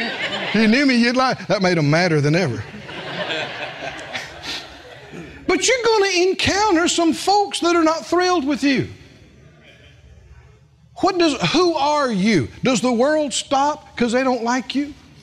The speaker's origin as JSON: {"language": "English", "region": "the South", "country": "United States", "accent": "drawl", "said": "I've had people accuse my family because we're from the South."}